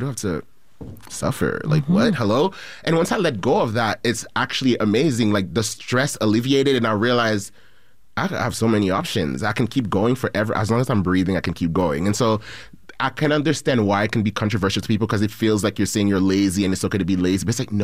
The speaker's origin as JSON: {"language": "English", "country": "Haiti", "said": "like, I'm from Haiti and, you know, and I talk to other immigrants and stuff like that."}